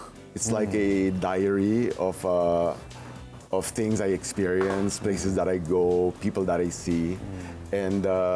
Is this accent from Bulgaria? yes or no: no; Davao, Davao Region, Philippines; And then you know, like someone from Davao, because we're from Davao, he had an art gallery